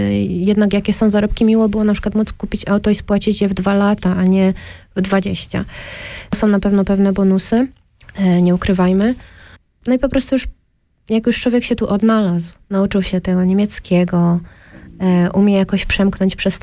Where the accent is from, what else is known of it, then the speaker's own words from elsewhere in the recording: Częstochowa, Silesian Voivodeship, Poland; now in Switzerland; też jest zespołem z mojego rodzinnego miasta, z Częstochowy.